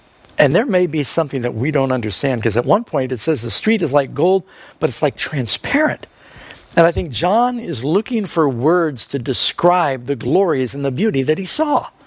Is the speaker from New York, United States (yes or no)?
yes; Manhattan, New York, United States; also born or lived in Los Angeles / Miami; I grew up in Manhattan, lived in Miami, Los Angeles, born in Los Angeles.